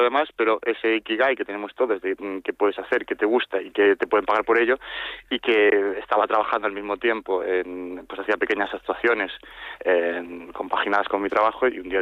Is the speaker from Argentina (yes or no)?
no; Lugo, Galicia, Spain; Porque como yo soy de Lugo, pero llevo viviendo en el ayuntamiento en el que trabajaba, era un ayuntamiento de Coruña